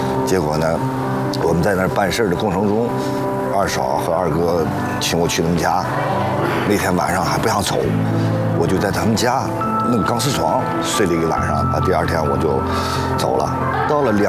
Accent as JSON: {"language": "Chinese", "town": "Shijiazhuang", "region": "Hebei", "country": "China", "said": "我是石家庄的，他一个三弟。"}